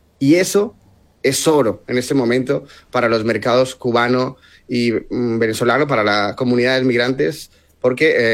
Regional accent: Colombia; now in Spain; soy colombiano, mi comunidad migrante del mundo entero

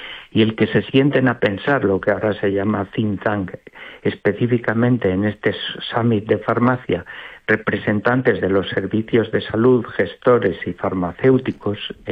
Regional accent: Salamanca, Castile and León, Spain; Yo he elegido el parador porque soy salmantino.

